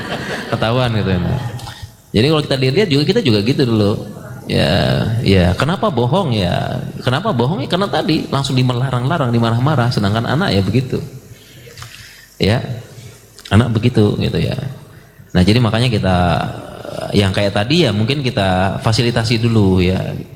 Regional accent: Sumbawa Island, West Nusa Tenggara, Indonesia; masa kecil saya dulu di Pulau Sumbawa ya.

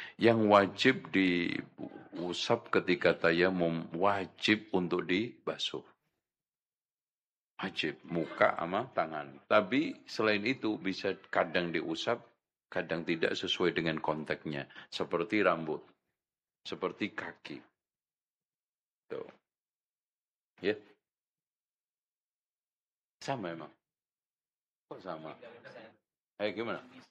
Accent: Lamongan, East Java, Indonesia; Itu kampung gue itu.

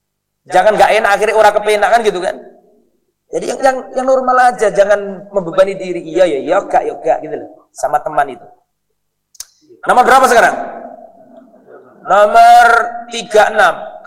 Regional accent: Java, Indonesia; Mohon maaf ini bukan rasis, wong saya juga orang Jawa, tapi ini kita sedang menerangkan sesuatu.

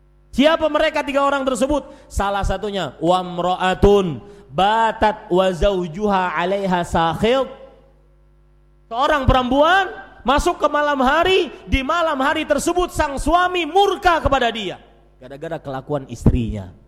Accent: Banjarmasin, South Kalimantan, Indonesia; Suatu ketika di Walimatul Urush di Banjarmasin, kota saya, ada bapak-bapak duduk.

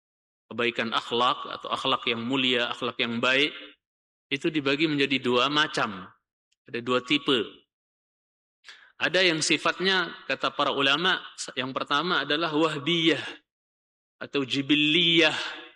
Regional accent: Lombok, West Nusa Tenggara, Indonesia; Ya, kalau saya orang Lombok … misalnya begitu.

